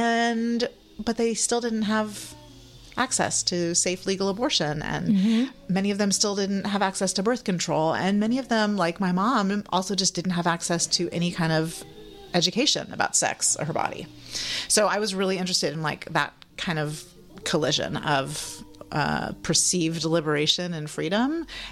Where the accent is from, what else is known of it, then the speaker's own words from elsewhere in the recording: California, United States; You know, I grew up in the Bay Area.